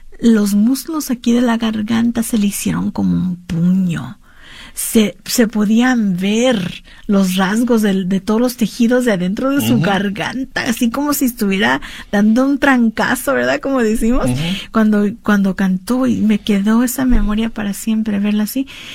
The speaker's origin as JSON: {"language": "Spanish", "region": "California", "country": "United States", "said": "Muy diferente a esa identidad que tenemos nosotras como chicanas aquí en California, pero para mí es una hermana tejana. Los tejanos son mis hermanos porque somos nacidos aquí."}